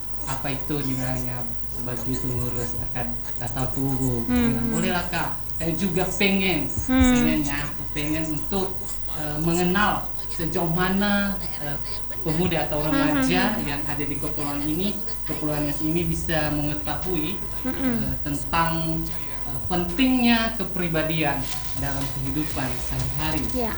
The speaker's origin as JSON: {"language": "Indonesian", "town": "Gunungsitoli", "region": "North Sumatra", "country": "Indonesia", "said": "Saya berasal dari Gunung Kecamatan Gunung Stoli, Barat."}